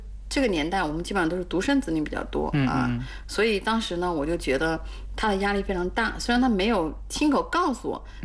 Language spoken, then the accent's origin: Chinese; Qianshan, Anhui, China; moved away; also born or lived in Shenzhen; 我就带着小孩想回来，就是休息一段时间，回到我的老家安庆潜山